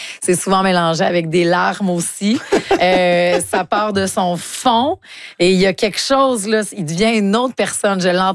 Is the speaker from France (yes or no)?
no; Lac-Saint-Jean, Quebec, Canada; moved away as an adult; also born or lived in Sherbrooke / Montreal; On a été de ceux, les deux, on vient du lac.